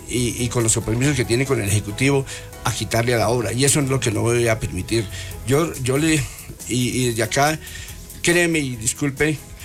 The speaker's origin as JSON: {"language": "Spanish", "region": "Boyacá", "country": "Colombia", "said": "cuando digo que soy boyacense"}